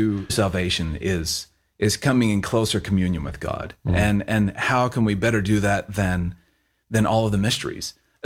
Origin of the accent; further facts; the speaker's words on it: United States; now in Oregon, United States; Our church is in Oregon, but I'm from Texas, Oklahoma right. area.